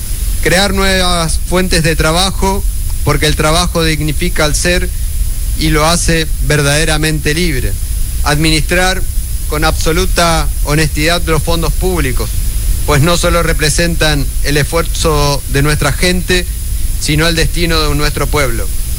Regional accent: Corrientes, Argentina; Todos somos correntinos y todos somos argentinos.

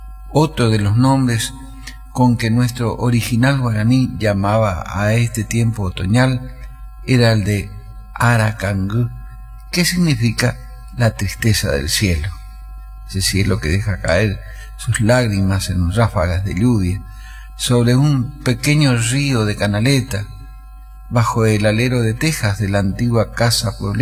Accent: Itatí, Corrientes, Argentina; quise dedicarle a mi pueblo de Itatí

